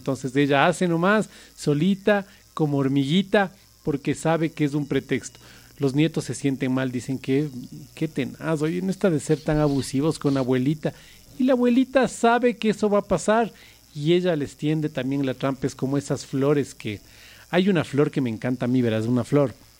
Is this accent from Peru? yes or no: no; Ecuador; Así somos los ecuatorianos.